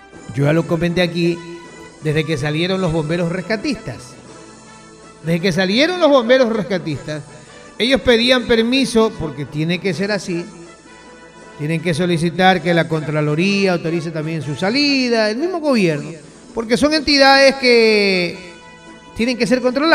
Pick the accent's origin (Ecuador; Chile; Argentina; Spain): Ecuador; Somos los ecuatorianos los que estamos mandando.